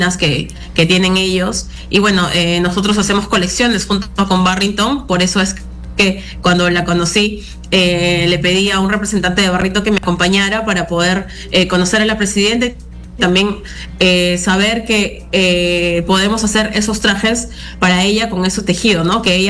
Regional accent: Peru; nosotros como peruanos

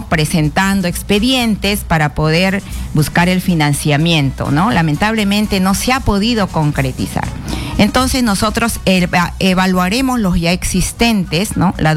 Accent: San Antonio, Lima, Peru

